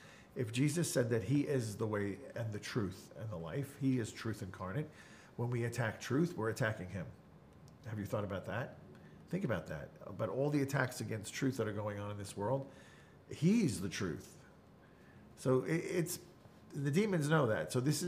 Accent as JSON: {"language": "English", "area": "Long Island", "region": "New York", "country": "United States", "tie": "born or raised there", "said": "when I was a lifeguard growing up on Long Island."}